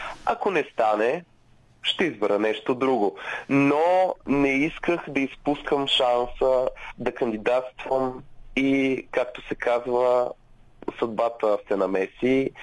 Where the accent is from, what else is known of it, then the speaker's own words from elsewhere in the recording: Sofia, Sofia City, Bulgaria; born there; also born or lived in Kardzhali; Аз се чувствам изключително приятно, защото Кърджали е моя град. Въпреки, че съм роден в София, всяко лято прекарвах в Кърджали с баба ми и дядо ми.